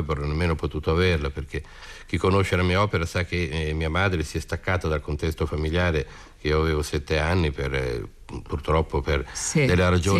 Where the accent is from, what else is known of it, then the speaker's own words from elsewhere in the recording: Parma, Emilia-Romagna, Italy; io sono di Parma